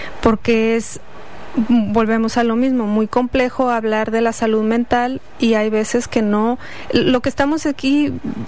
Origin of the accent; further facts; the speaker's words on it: Mexico; nosotros como mexicanos y de ahí diferente población tenemos muchas costumbres